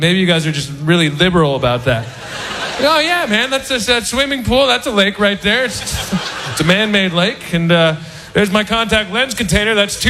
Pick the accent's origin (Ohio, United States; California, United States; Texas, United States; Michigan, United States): California, United States; I'm from the San Francisco Bay Area, which I don't know if you've been out there, but it's a nice place.